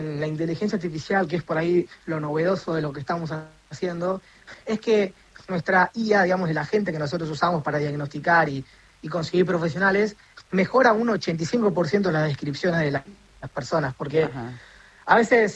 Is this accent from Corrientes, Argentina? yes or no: no; Córdoba, Argentina; nosotros somos acá de Córdoba